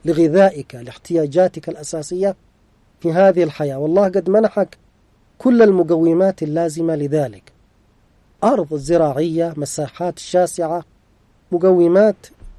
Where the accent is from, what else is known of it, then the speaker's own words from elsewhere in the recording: Yemen; عندنا في اليمن